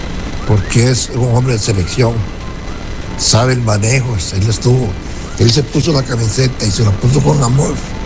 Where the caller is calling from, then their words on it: Costa Rica; No digamos que somos de la liga, que somos de Zapriza, no, somos Costa Rica.